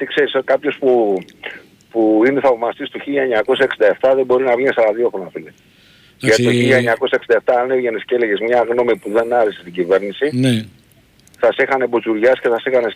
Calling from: London, United Kingdom; από Λονδίνο.

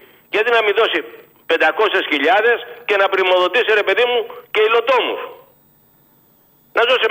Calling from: Megara, Attica, Greece; είμαι κανένα χιλιόμετρα από τη Λούπα.

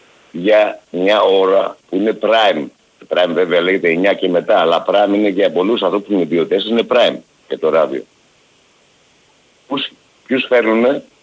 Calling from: Aigio, Western Greece, Greece; ποιος είμαι εγώ από το Αίγιο

